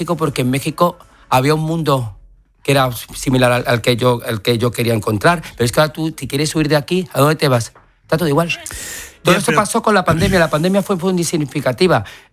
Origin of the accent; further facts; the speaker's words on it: Madrid, Community of Madrid, Spain; Soy madrileño, claro. Madrid no entiende de política, soy madrileño